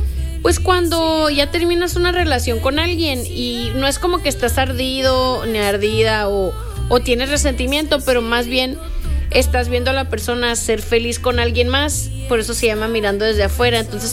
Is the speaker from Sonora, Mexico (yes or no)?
yes; Sonora, Mexico; Dice que soy de Sonora yo.